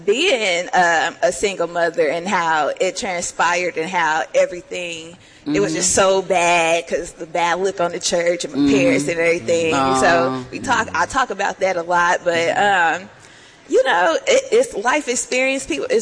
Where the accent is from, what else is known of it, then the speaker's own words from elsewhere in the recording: Indianapolis, Indiana, United States; I am from Indy.